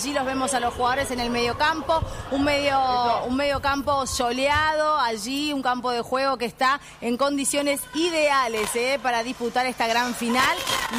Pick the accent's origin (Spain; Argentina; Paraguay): Argentina; somos argentinos